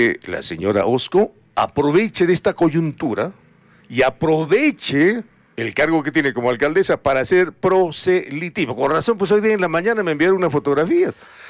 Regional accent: Arequipa, Peru; Que mucha gente cree que somos tontos, los arequipeños

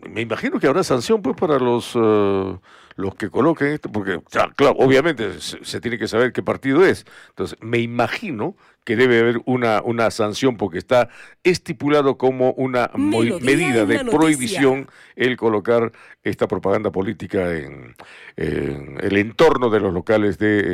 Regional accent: Peru; asumamos nuestra responsabilidad como peruanos.

